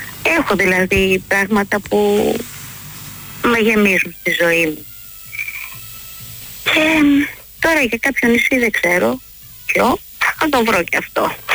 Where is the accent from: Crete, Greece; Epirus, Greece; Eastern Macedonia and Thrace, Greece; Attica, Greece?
Epirus, Greece; Ioannina; also born or lived in Peloponnese; επειδή κατάγομαι και από τα Γιάννενα, μπαμπάς δηλαδή από την Ήπειρο